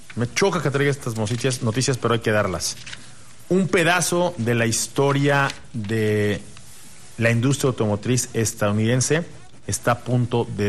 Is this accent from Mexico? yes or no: yes; Mexico; aquí podemos vernos como mexicanos.